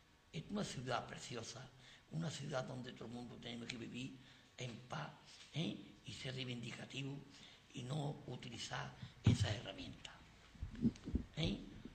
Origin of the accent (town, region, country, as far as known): Sanlúcar de Barrameda, Andalusia, Spain